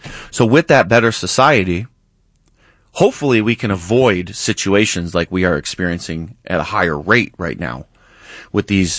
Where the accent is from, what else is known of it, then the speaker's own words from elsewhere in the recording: Rochester, New York, United States; moved away; also born or lived in Brooklyn; I grew up predominantly in Rochester, New York for most of my childhood. And a little bit in New York City, but mostly Rochester, New York. Some of my adult life in New York City, Brooklyn in particular.